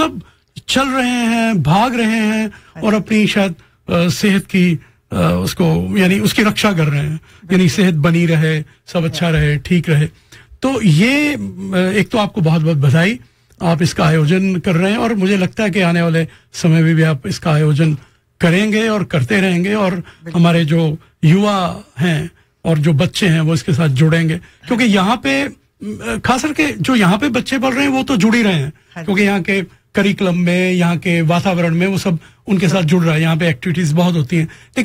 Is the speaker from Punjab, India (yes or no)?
yes; Amritsar, Punjab, India; now in Calgary, Canada; क्योंकि मैं कश्मीर से आता हूँ, मैं Kashmiri for that way, but born and brought up in Amritsar, तो मेरे में अमृतसर का वो जोश है